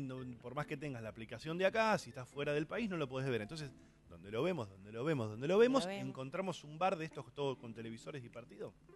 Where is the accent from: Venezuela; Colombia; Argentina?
Argentina; ¿qué acento que tenés? ¿De dónde sos? Le digo, no, somos de Argentina.